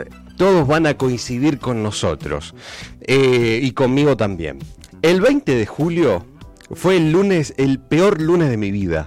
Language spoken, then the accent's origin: Spanish; Argentina